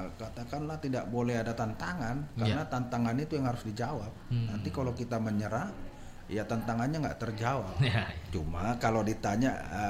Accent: Medan, North Sumatra, Indonesia; now in East Kalimantan, Indonesia; Buktinya saya juga orang Medan

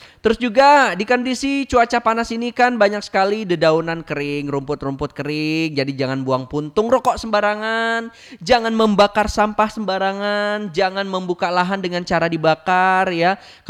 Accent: Jambi, Indonesia; termasuk kita orang Jambi ya

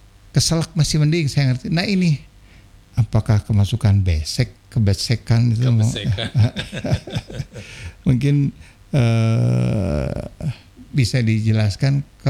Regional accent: Surabaya, East Java, Indonesia; asli saya orang Jawa asli dari Surabaya, Bapak Surabaya, Ibu Jogja. Jadi tidak ada Sunda-Sundanya tetapi beristri orang Sunda sehingga bolehlah diadu bahasa Sunda, tapi ternyata tidak 100% saya menguasai bahasa Sunda.

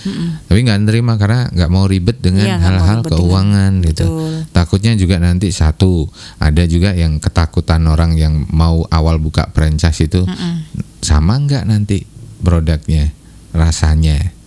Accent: Indonesia; Saya kan orang Ngaran Timur.

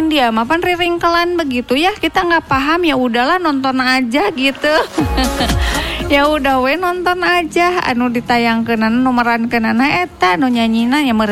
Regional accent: West Java, Indonesia; Karena kita orang Sunda gitu ya.

